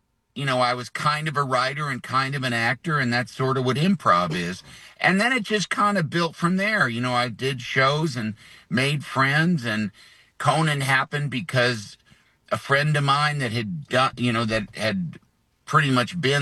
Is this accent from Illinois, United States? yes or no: yes; Illinois, United States; And I grew up outside of Chicago, and I went to film school.